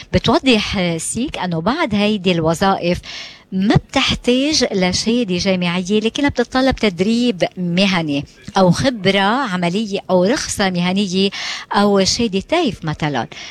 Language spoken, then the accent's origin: Arabic; Lebanon; now in Australia; نحن كلبناني وعرب